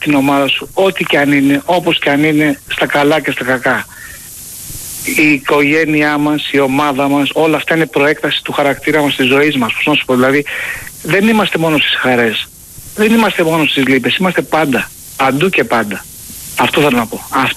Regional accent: Paiania, Attica, Greece; Εντάξει, δεν παίρνω τηλέφωνα. … είμαι από την Παιανία.

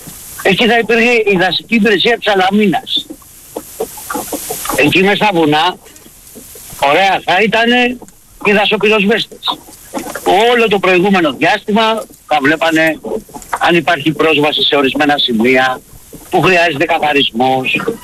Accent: Nea Makri, Attica, Greece; Εγώ θα σου πω για τον Διόνυσο, επειδή είμαι από Νέα Μάκρη, θα σου πω για τον Διόνυσο.

